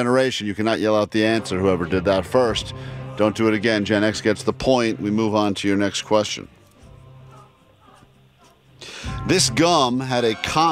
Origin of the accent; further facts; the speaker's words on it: East Coast, United States; Growing up on the East Coast